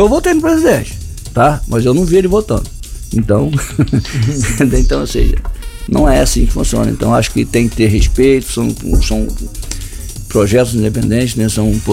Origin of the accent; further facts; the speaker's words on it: Barra de São João, Rio de Janeiro, Brazil; Eu sou do distrito de Barra do São João, né? A nossa população hoje é maior que a população de Casimiro.